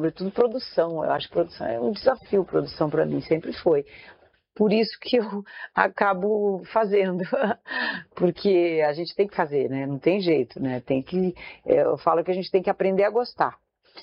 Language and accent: Portuguese; Brazil; Não, porque eu, como brasileira, né? Eu tenho muita fé.